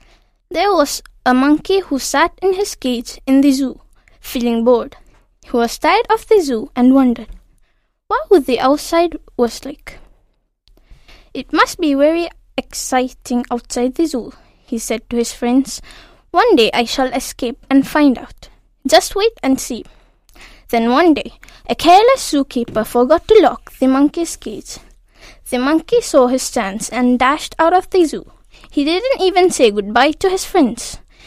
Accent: Delhi, India; ഞാൻ ജാമിയമില്ല ഇസ്ലാമിന്റെ അടുത്താണ്.

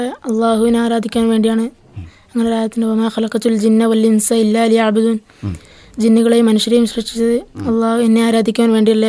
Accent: Kannur, Kerala, India; വീട് കണ്ണൂർ.

